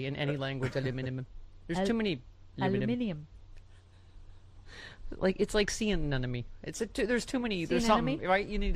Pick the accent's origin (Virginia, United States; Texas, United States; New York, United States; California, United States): New York, United States; Lockport; in honor of Lake Ontario, which is near where I grew up in Lackport, up the transit from Tanawana Chief to Wagga Tanawana.